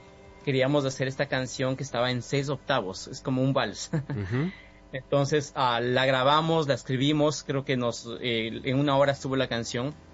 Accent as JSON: {"language": "Spanish", "town": "Quito", "region": "Pichincha", "country": "Ecuador", "tie": "born or raised there", "moved": "as an adult", "lives_now": "Tampa, United States", "said": "Bueno, yo soy de Quito, Ecuador, originalmente, pero me encuentro en el sector de Tampa, Florida, en los Estados Unidos, radicado."}